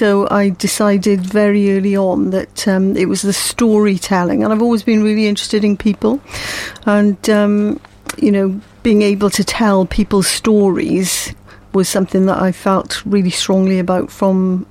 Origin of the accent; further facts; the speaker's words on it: Swansea, Wales, United Kingdom; So I was born in Swansea, brought up in Swansea.